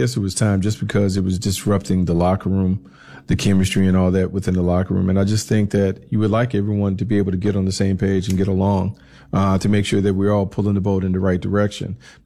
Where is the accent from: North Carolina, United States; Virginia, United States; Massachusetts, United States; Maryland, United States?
North Carolina, United States; Raleigh; I have, because the Hurricanes are from my hometown, Raleigh.